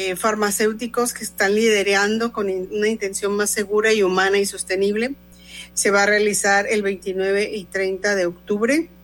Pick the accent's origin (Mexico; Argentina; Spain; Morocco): Mexico; alguien que nos represente como mexicanos.